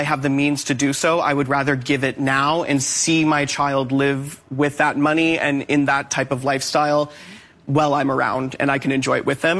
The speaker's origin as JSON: {"language": "English", "country": "Canada", "said": "I'm a Canadian actor, so she struggles."}